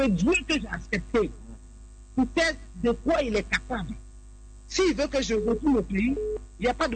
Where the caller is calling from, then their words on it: Côte d’Ivoire; mon identité, je suis une Ivoirienne.